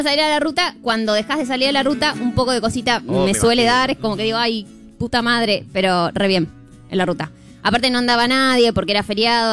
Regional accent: Gualeguay, Entre Ríos, Argentina; born there; moved away; Gualeguay. La ciudad Licha, donde yo nací

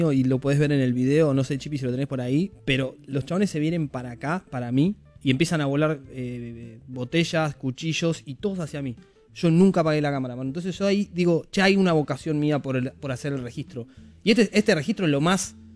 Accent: Argentina; Yo dije, che, me van a tratar mal porque soy argentino.

